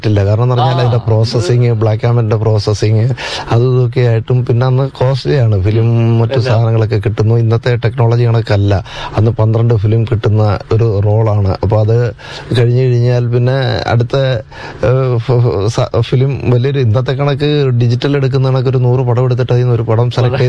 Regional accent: Alappuzha district, Kerala, India; born there; also born or lived in Kollam; ഞാൻ ജനിച്ചത് ആലപ്പുഴ ജില്ലയിലാണ്. കരിമുളയ്ക്കലിനും ചാരുമൂടിനും ഇടയിലുള്ള ഒരു സ്ഥലമാണ് അവിടെ.

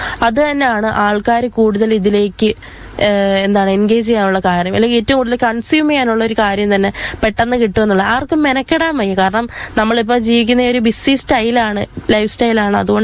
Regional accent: Kerala, India; ആദ്യം ഞാൻ വരുന്നത് തുരുത്തി നിന്നാ. ഞങ്ങളുടെ അവിടെ ഉള്ള ആളുകൾ ഏറ്റവും കൂടുതൽ ചെയ്യുന്ന മത്സ്യകൃഷിയാണ്.

